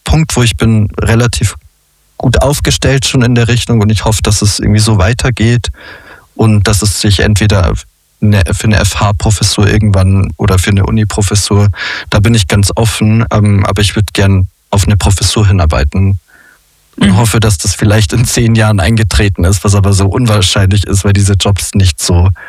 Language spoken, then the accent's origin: German; Bavaria, Germany; Als Bayer ist man eh fast auch Österreicher.